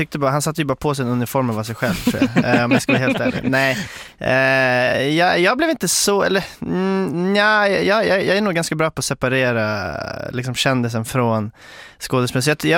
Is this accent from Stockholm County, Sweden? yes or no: yes; Stockholm, Stockholm County, Sweden; jag växte upp i Rinkeby, jag bodde där i 25 år